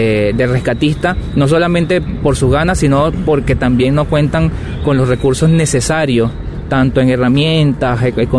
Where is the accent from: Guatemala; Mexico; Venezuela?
Venezuela; Como venezolanos estamos autoconvocados, siempre llevando, digamos, ese cariño por los venezolanos que están dentro de Venezuela